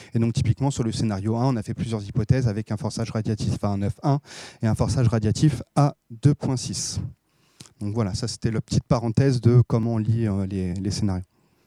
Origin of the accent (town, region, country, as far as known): France